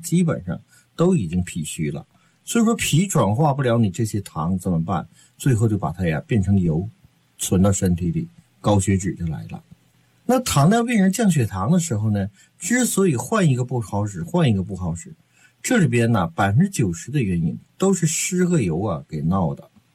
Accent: China; 我们中国人的糖啊，主要来源是什么？就是大米白面、谷物食物。

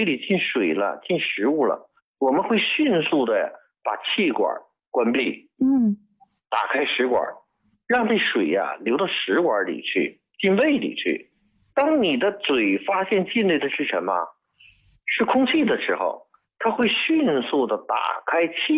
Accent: China

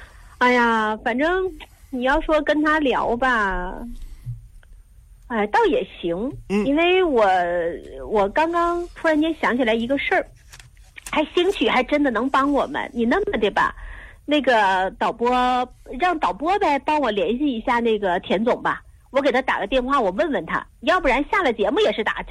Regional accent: Jilin, China; born or raised there; moved away

